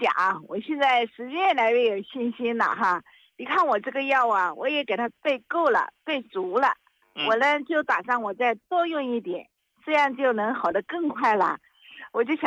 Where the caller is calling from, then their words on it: Baoji, Shaanxi, China; 我是陕西宝鸡的。